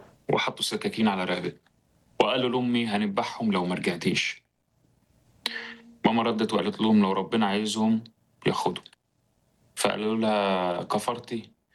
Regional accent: Egypt; born there; وأنا اتولدت في مصر من خلفية إسلامية سنية

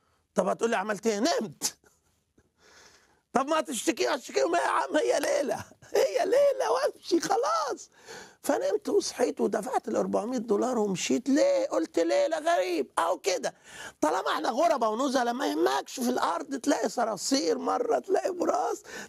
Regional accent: Egypt; أنا باسبوري مصري

